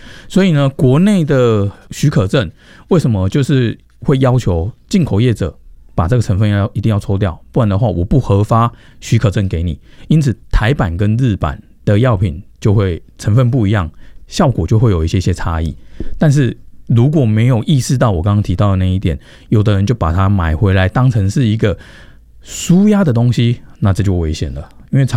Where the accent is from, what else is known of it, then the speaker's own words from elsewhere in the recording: Taiwan; 我们台湾人